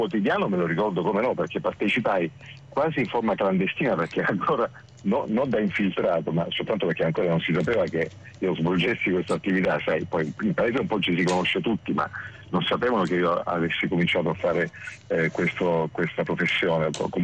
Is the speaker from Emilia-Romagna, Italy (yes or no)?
no; Apulia, Italy; nel mio paese, ad Alessio